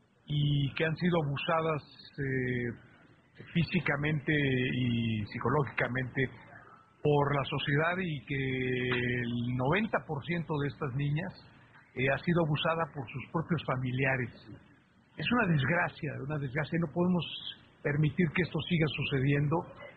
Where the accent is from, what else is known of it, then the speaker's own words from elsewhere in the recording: Mexico; lo terribles que somos los mexicanos con los migrantes que cruzan nuestro país.